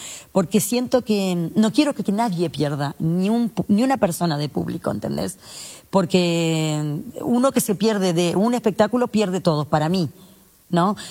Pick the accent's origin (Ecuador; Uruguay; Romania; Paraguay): Uruguay; Y también hay una cultura de cómo somos nosotros los uruguayos. Somos más recatados, más miedosos, tal vez.